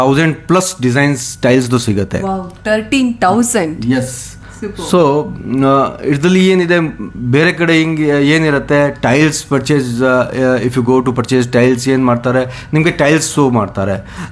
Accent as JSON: {"language": "Kannada", "region": "Rajasthan", "country": "India", "moved": "yes", "lives_now": "Shivamogga, India", "said": "ನಾನು ಬೇಸಿಕಲಿ ನಾನು ರಾಜಸ್ಥಾನಿಂದ, but last 24 years ಶಿವಮೊಗ್ಗದಲ್ಲಿ ಇದ್ದೀನಿ."}